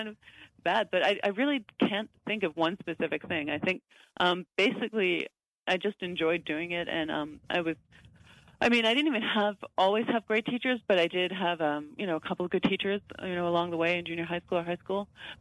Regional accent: Queens, New York, United States; Hi. I grew up in Queens, in New York.

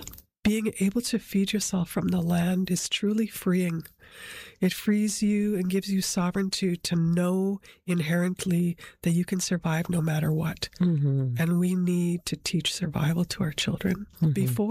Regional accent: Manitoba, Canada; and I'm from Swan Lake First Nation, Kapshkikamak, with relations in Long Plain, too.

